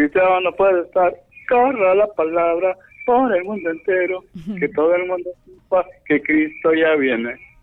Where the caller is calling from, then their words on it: Tutule, La Paz, Honduras; yo vengo de Tutule a acá, a los Campos Baracoa, Cortés